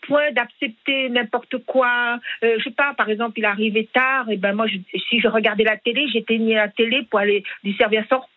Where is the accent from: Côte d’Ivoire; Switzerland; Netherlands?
Switzerland; je viens de Suisse, c'est pour ça que je vais...